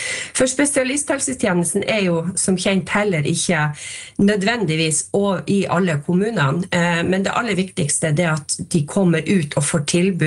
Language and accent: Norwegian; Nordland, Norway; fordi at vi et langstrakt fylke, jeg kommer selv fra Nordland.